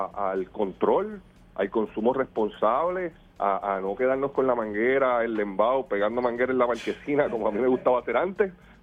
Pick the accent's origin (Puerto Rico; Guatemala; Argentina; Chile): Puerto Rico; Fajardo; el partido de mayoría de mi pueblo de Fajardo